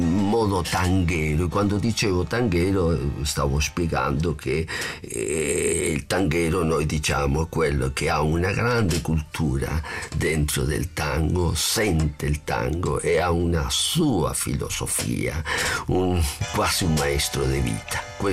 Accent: Uruguay; Italian is a second language; moved away as an adult; now in Italy; io sono cresciuto con il bandoneon, suonavo già a 11 anni nelle orchestre tipiche del mio paese, l'Uruguay, e perciò è naturale che sono cresciuto col tango.

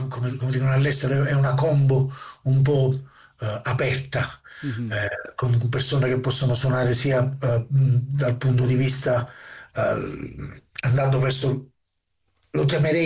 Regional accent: Trapani, Sicily, Italy; moved away as an adult; now in London, United Kingdom

